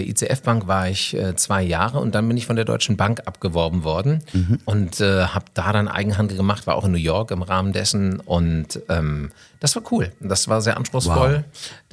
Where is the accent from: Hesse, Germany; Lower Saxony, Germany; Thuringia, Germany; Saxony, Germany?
Hesse, Germany; Bad Homburg; also born or lived in Hanau / Bad Vilbel / Frankfurt; Ich bin ja so ein waschechter Hesse-Kopf sozusagen.